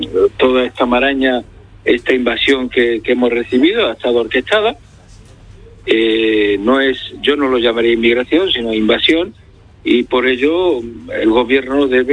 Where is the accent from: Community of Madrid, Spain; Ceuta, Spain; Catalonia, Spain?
Ceuta, Spain; Nosotros los que somos de Ceuta y vemos el día a día